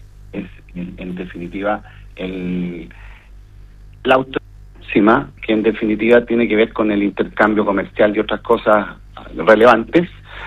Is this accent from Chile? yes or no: yes; Los Andes, Valparaíso, Chile; somos los andinos